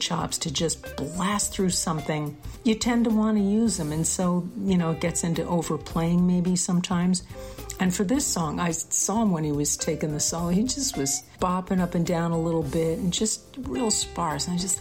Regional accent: East Coast, United States; now in San Francisco, United States; I grew up on the East Coast.

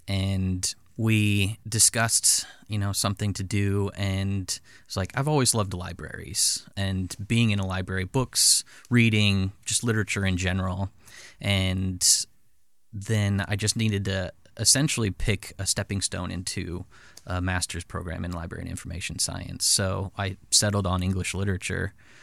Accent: O'Fallon, Missouri, United States; now in Godfrey, United States; I grew up in the St. Louis metro area, O'Fallon, Missouri. And my wife also is from this area. We live in Godfrey now, so somewhat, you know, close by.

